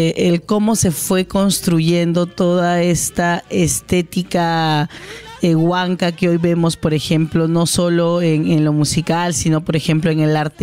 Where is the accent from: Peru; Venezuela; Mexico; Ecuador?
Peru; como buenos peruanos solemos también exagerar.